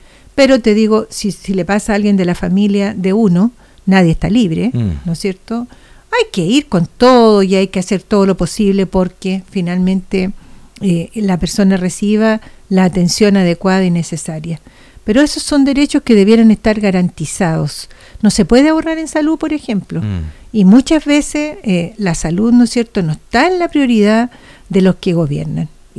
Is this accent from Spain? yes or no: no; Chile